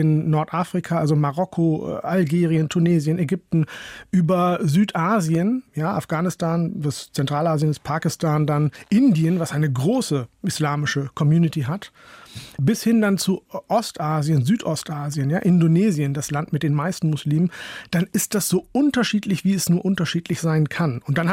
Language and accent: German; Hollern-Twielenfleth, Lower Saxony, Germany; Da sage ich, ja, richtig komme ich aus Norddeutschland, nämlich aus Holland-Wielenfleet.